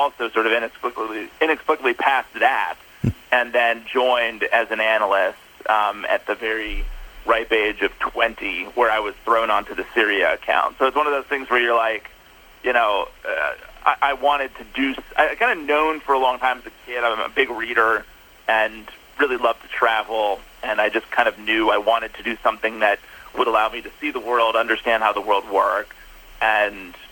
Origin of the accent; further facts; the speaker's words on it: Minneapolis, Minnesota, United States; also born or lived in Orlando; So I was born in Minnesota. I was raised kind of between Minneapolis and did a stint in Orlando as well.